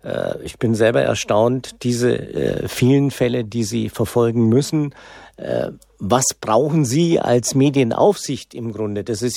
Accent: Bad Griesbach im Rottal, Bavaria, Germany; ich bin ja in Bad Griesbach im Rottal geboren, im Landkreis Passau.

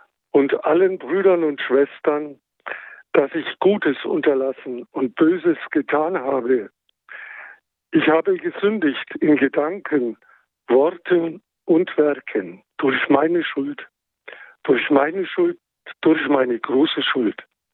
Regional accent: Bavaria, Germany; in meiner Heimat im Frankenwald wurde früher der Sonntag der Allerheiligsten Dreifaltigkeit als goldener Sonntag gefeiert.

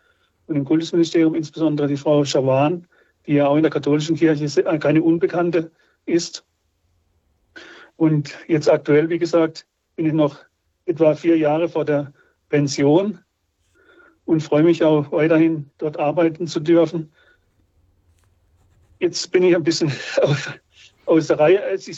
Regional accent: Baden-Württemberg, Germany; Ja, ich stamme ja aus der Nähe von Freiburg und wir haben da eine wunderschöne Marienkapelle, Maria zum guten Rat.

